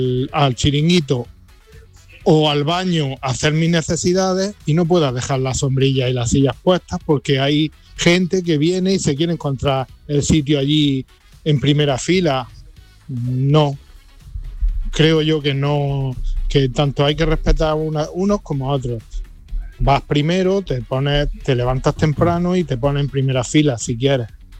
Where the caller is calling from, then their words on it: Madrid, Community of Madrid, Spain; de Madrid.